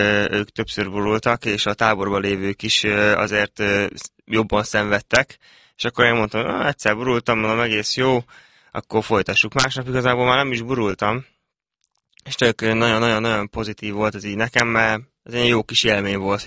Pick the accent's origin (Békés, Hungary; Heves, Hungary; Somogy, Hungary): Békés, Hungary; Szarvas; also born or lived in Szentes; now in Budapest, Hungary; mivel én Szentesen születtem, de ugye szarvasi lakos vagyok, ezáltal a Szenteshez igazából csak a születésem köthető, semmi más, és egész gyerekkorom óta szarvason éltem, még fel nem költöztem ugye Budapestre